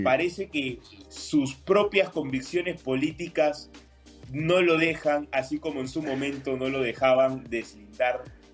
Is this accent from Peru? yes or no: yes; Peru; No, yo soy peruano. Ah, yo okay. Soy de aquí, de Perú.